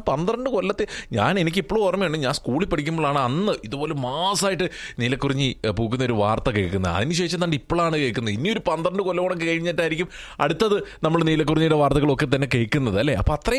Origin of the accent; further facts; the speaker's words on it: Kerala, India; ഞങ്ങളുടെ നാട്ടിൽ ഈ ആലപ്പുഴയിലും അതുപോലെ തന്നെ കോട്ടയത്തും